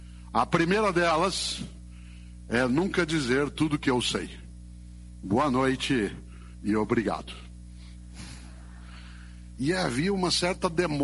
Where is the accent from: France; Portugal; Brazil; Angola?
Brazil; Londrina, Paraná; eu nasci em Londrina, no norte do Paraná, no ano de 1954. E eu nasci no dia 5 de março.